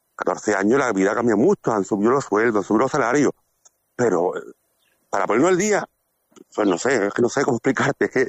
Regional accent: Castellar, Andalusia, Spain; somos de Castellá

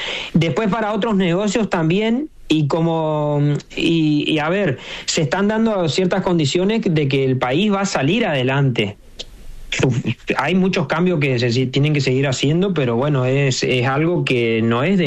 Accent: Argentina; Nosotros como latinos, o sea, como argentinos más que nada, viste que nosotros, no sé, nos levantamos el domingo, preparamos los matecitos, prendemos el fuego

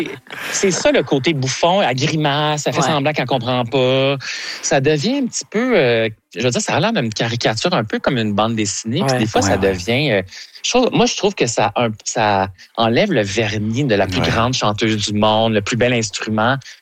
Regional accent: Quebec, Canada

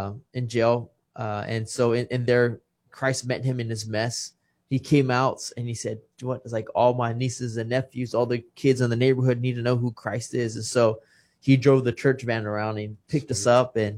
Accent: Kingsville, Texas, United States; Yes, I'm born and raised in Kingsville, Texas. My dad's from L.A.

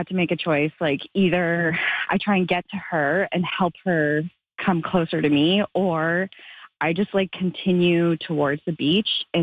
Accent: Manitoba, Canada; But I'm from Manitoba. I don't have a ton of experience with the ocean.

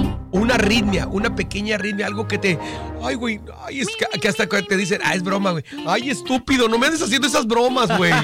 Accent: Mexico; para nosotros mexicanos

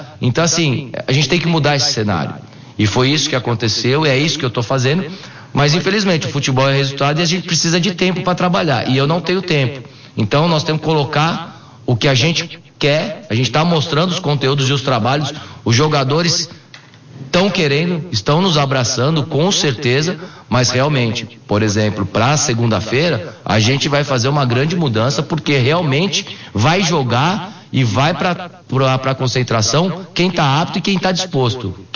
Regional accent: São Paulo, Brazil; É, sou de São Paulo, conheço o futebol de São Paulo

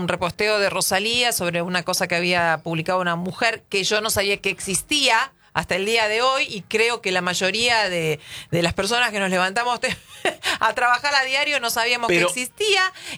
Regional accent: Argentina; seguimos siendo los argentinos a pesar de haber sido los segundos.

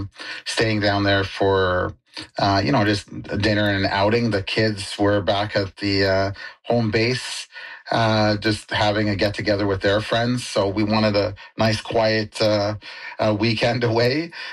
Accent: Maple Ridge, British Columbia, Canada; I'm from Maple Ridge

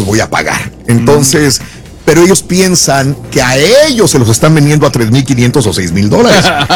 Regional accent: Mexico; Y yo soy mexicano, quiero apoyar a México

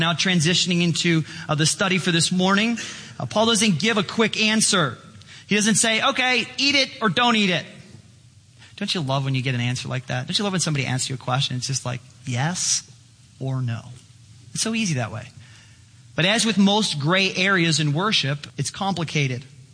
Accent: Chicago, Illinois, United States; Well, back in Chicago, there was a casino in my hometown.

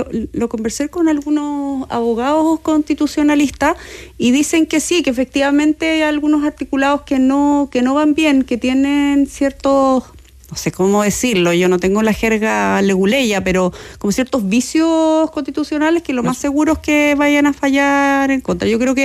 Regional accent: Chile; nosotros sí que tenemos experiencia como chilenos

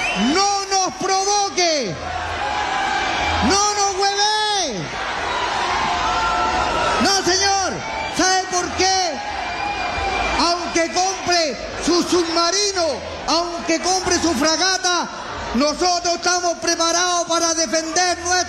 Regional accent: Chile; yo soy … de Chile. … de Chile

